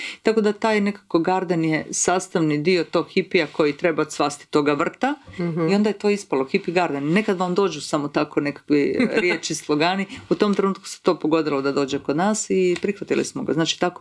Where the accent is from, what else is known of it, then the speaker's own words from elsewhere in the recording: Karlovac, Karlovac County, Croatia; moved away as an adult; also born or lived in Zagreb; ja sam iz Karlovca, tako da smo bili postanari u Zagrebu jer smo studirali